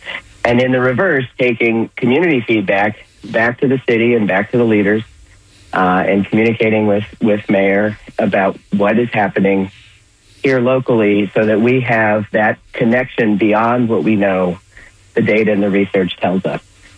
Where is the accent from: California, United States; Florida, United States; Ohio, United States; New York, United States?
Florida, United States; I mean, I'm from Florida. I'm kind of fresh.